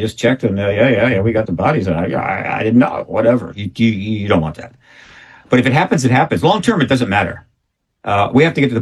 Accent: United States; I am an American citizen. I tend to lean toward that.

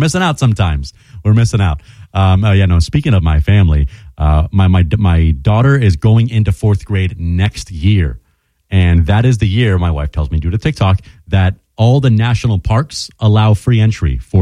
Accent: Jupiter, Florida, United States; I'm from Jupiter, Florida, and it's a much darker sand down there.

